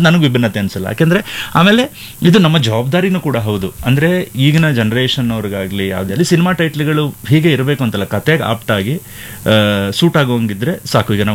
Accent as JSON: {"language": "Kannada", "town": "Ramenahalli", "region": "Karnataka", "country": "India", "tie": "born or raised there", "said": "ಮೂಲತಃ ನಾನು ಹೊಳೆ ನರಸೀಪುರ ಜಿಲ್ಲೆಯ ಹಾಸನ ಜಿಲ್ಲೆಯ ಹೊಳೆ ನರಸೀಪುರ ತಾಲೂಕಿನ ರಾಮೇನಹಳ್ಳಿ ಅನ್ನೋದೊಂದು ಗ್ರಾಮ, ಅದು ಹೊಳೆ ನರಸೀಪುರ ತಾಲೂಕಿನಲ್ಲಿ ಬರುತ್ತೆ. ಅದು ಕೆರಗೋಡು ಅನ್ನೋ ಒಂದು ಹಳ್ಳಿಯ ಪಕ್ಕದಲ್ಲಿ ಬರುವಂತ ಊರು."}